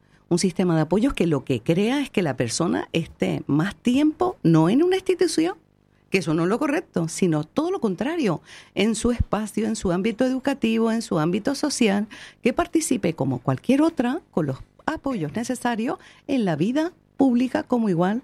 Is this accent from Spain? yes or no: yes; Spain; como españoles que somos, pues españoles y españolas que somos